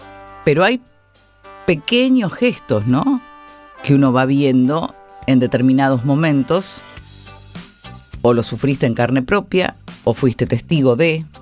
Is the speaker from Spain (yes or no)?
no; Argentina